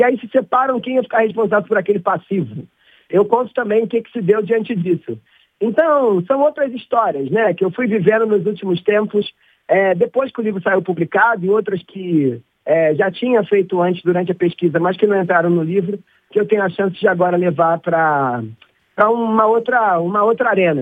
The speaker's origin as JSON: {"language": "Portuguese", "region": "Rio de Janeiro", "country": "Brazil", "moved": "yes", "lives_now": "São Paulo, Brazil", "said": "Eu sou carioca, hoje moro em São Paulo, mas estou animadíssimo para esse reencontro com a cidade, que é de onde eu saí, de onde eu formei boa parte do meu jeito de pensar, do meu jeito de falar"}